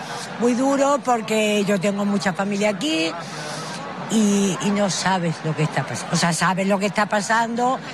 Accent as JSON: {"language": "Spanish", "region": "Ceuta", "country": "Spain", "tie": "born or raised there", "moved": "as an adult", "lives_now": "Cartagena, Spain", "said": "Yo soy caballa, soy nacida en Ceuta, criada en Ceuta, pero pues me casé, mi marido es marino y vivimos en varios sitios. Yo ahora vivo en Cartagena."}